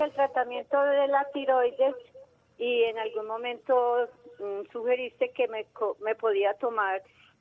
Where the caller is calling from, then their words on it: El Salvador; de El Salvador.